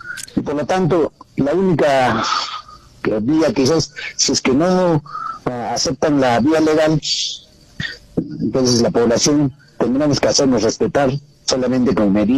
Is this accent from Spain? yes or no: no; Peru; Entonces nosotros como peruanos no podemos aceptar, ¿no?